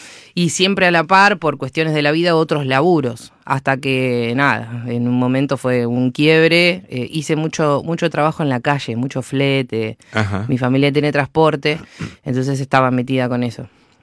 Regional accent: Burzaco, Buenos Aires Province, Argentina; Yo soy de Bursaco y tengo el estudio en Lanús.

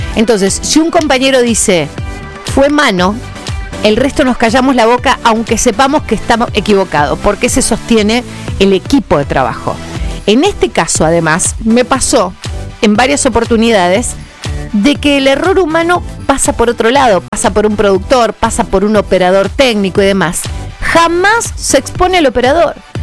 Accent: Argentina; como persona, como argentina, como mamá, como mujer de 50 años y como periodista deportiva

